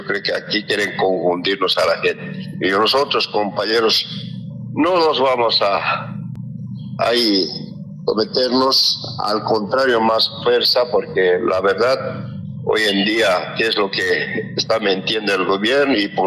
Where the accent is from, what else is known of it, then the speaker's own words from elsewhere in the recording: Bolivia; nosotros como bolivianos y bolivianas